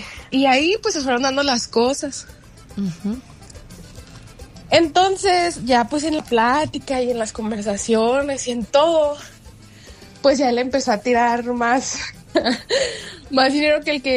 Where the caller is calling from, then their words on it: Chihuahua, Mexico; Somos de Chihuahua.